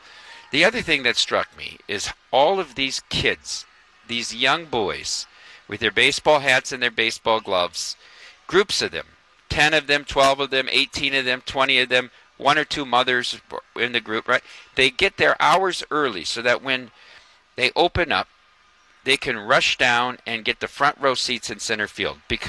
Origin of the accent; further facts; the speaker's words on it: Dubuque, Iowa, United States; I'm from Dubuque, Iowa. It's 3.5 hours away.